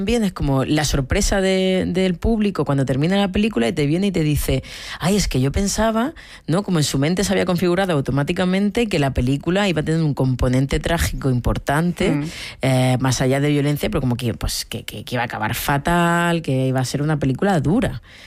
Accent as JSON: {"language": "Spanish", "town": "Níjar", "region": "Andalusia", "country": "Spain", "tie": "born or raised there", "said": "recuerdo el día que llegué a Níjar con 3 años. Sí, estuve pues toda mi infancia y la mayor parte de mi adolescencia en Níjar y mi familia sigue viviendo allí."}